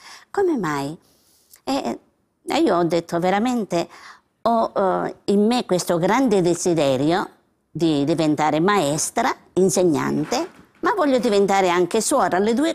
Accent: Paola, Calabria, Italy; Poi cominciavo a vedere le suore del mio paese, in Paola, provincia di Cosenza, in Calabria, che venivano per la vacanza

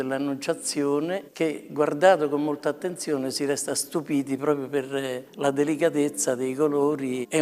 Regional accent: Rome, Lazio, Italy; moved away; io vengo da Roma, sono romano

